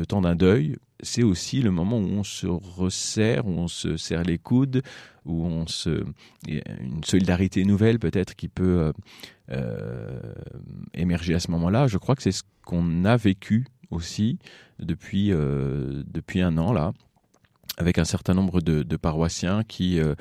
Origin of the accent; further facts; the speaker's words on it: Bonnétable, Pays de la Loire, France; Je suis originaire de la paroisse de Bonnétable.